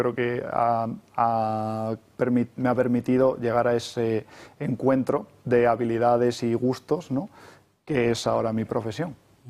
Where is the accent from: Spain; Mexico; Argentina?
Spain; Eibar, Basque Country; ¿Sabes qué dicen de los de Eibar? Que somos como los de Bilbao, pero incluso un poco más.